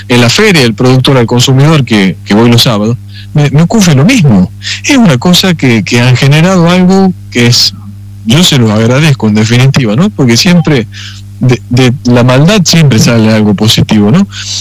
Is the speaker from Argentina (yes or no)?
yes; Chilecito, La Rioja, Argentina; es un modo de transmitirle a mi tierra, a los chilesiteños y a las chilesiteñas